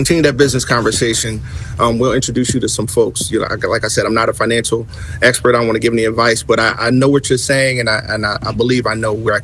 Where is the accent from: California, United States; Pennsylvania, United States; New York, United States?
Pennsylvania, United States; Philadelphia; I'm from North Philadelphia.